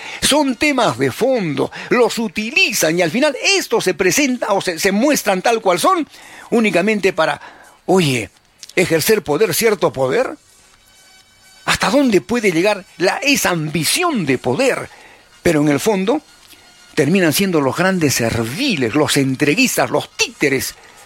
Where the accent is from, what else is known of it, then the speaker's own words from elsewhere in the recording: Arequipa, Peru; somos arequipeños